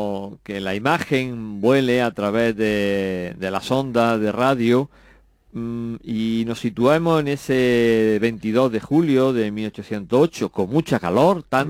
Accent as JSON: {"language": "Spanish", "town": "Villanueva de la Reina", "region": "Andalusia", "country": "Spain", "said": "Villanueva de la Reina, mi pueblo a mucha honra además."}